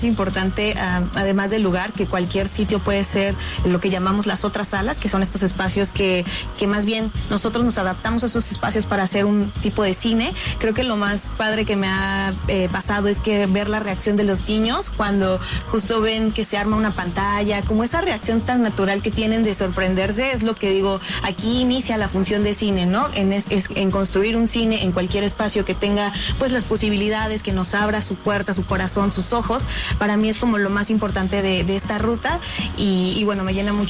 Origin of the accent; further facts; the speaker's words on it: Huajuapan de León, Oaxaca, Mexico; Yo, como una persona que crecí en Huajuapan de León